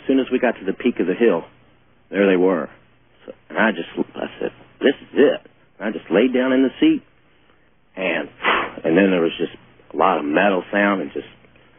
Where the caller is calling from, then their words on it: Louisville, Kentucky, United States; calling from Louisville, Kentucky.